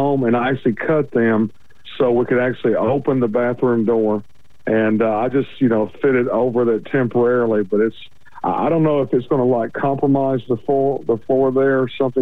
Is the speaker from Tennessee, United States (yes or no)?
yes; Columbia, Tennessee, United States; I'm from Columbia, Tennessee.